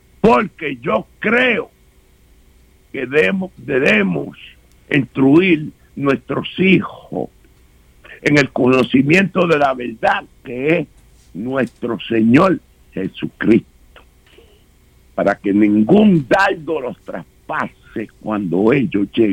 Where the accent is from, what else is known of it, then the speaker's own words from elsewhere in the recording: U.S. Virgin Islands; Porque soy nativo de las Islas Vírgenes. Nacido aquí.